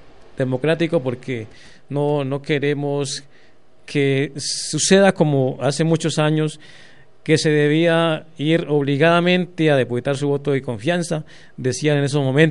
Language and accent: Spanish; Colombia